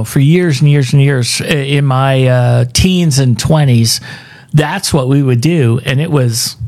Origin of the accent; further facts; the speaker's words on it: California, United States; moved away; growing up in Southern California